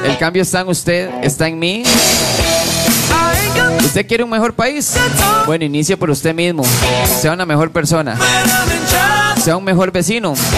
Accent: Costa Rica; born there; de poder nacer en este pedacito de tierra que llamamos Costa Rica. Este es un país hermoso

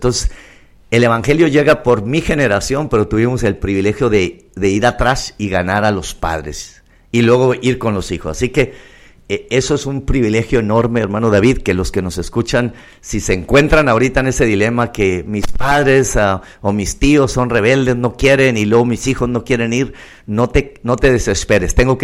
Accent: Chihuahua, Mexico; now in Midland, United States; Me voy a México, a Chihuahua. Tenemos nuestra casa, vivimos en la ciudad. Hicimos miembros de una iglesia que era muy misionera, por cierto. Y ellos me apoyaron mucho a ir cada sábado a la zona rural donde yo nací y crecí

